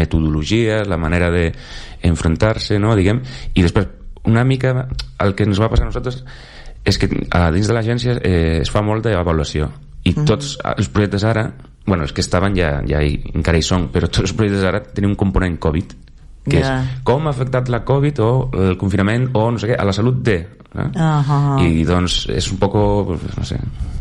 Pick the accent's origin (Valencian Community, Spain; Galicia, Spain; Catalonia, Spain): Galicia, Spain; Pues hi ha com dos línies. A la part de la costa, que és on soc jo, que es parla més ràpid i més com bailando, no?